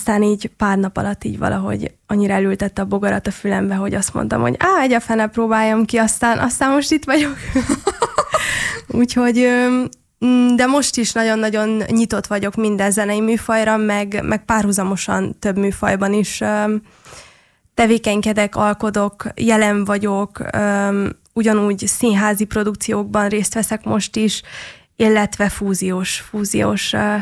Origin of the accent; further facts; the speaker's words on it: Transylvania, Romania; moved away as an adult; now in Budapest, Hungary; erdélyi születésű vagyok, és otthon ennek óriási hagyománya